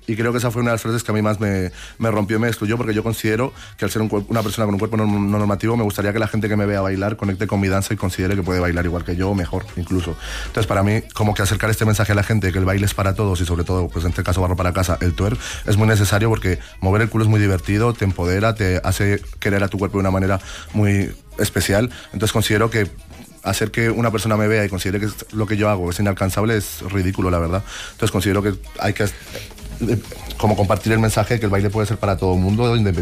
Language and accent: Spanish; Colombia; now in Madrid, Spain; Sí, soy colombiano.